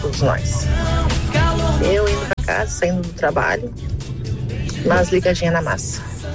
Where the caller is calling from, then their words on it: Rio Grande do Sul, Brazil; eu, como boa gaúcha que sou